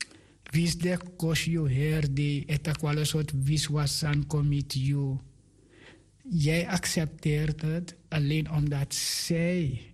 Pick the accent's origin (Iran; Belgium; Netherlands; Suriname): Suriname; ik kom toch ook uit Suriname. Suriname is toch een christelijke land.